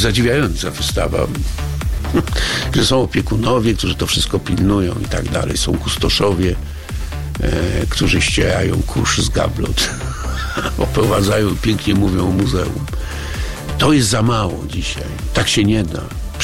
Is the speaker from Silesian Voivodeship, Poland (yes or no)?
no; Sopot, Pomeranian Voivodeship, Poland; Ponieważ jestem z Sopotu, to bardzo chciałem, żeby tu istniała scena. Z tęsknoty za operą leśną w Sopocie.